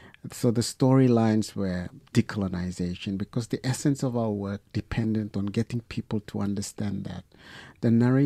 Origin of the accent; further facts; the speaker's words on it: East Sepik, Papua New Guinea; now in Brisbane, Australia; I'm from the Nungusume clan of the Sepik River Yatmul culture and language.